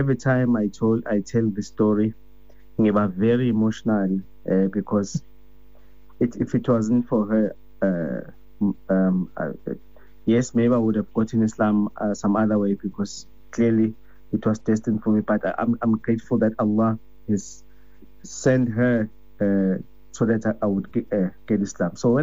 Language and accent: English; Soweto, Gauteng, South Africa; born and bred in Soweto, MDNI. Grew up in MDNI